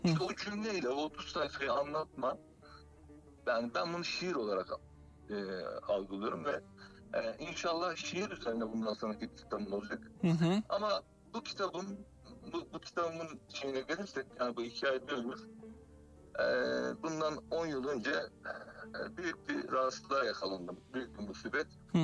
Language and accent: Turkish; Sakarya, Turkey; hatta tabii benim memleketimden Sakarya gelenim ben.